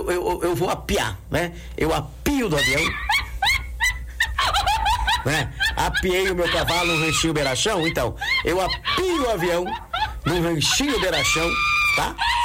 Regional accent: Araraquara, São Paulo, Brazil; Em Araraquara, minha terra querida

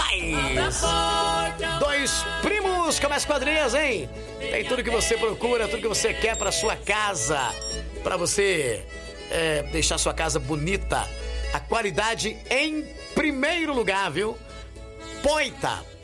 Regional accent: Descalvado, São Paulo, Brazil; Em Descalvado, minha terra querida, amada, inesquecível, onde tudo começou em minha vida

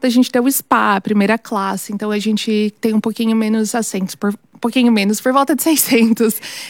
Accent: Mauá, São Paulo, Brazil; Eu sou de Mauá.

